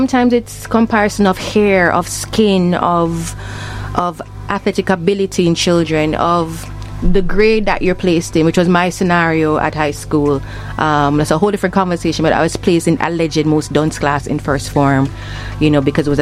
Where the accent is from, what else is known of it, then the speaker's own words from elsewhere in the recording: Spanish Town, Saint Catherine, Jamaica; because I'm from Spanish Town, Spain Town, St. Jay